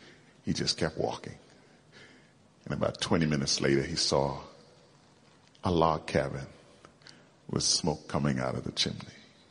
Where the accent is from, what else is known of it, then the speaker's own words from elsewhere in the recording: Canada; I grew up in Canada. I went from palm trees to ice, you know.